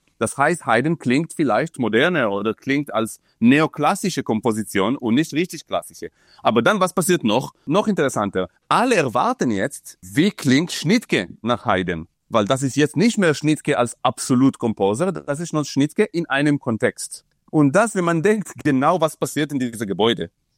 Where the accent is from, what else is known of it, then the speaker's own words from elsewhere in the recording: Dresden, Saxony, Germany; German is a second language; Und das ist ein bisschen meine kleine Contribution, weil ich als Dresdner, sagen wir so.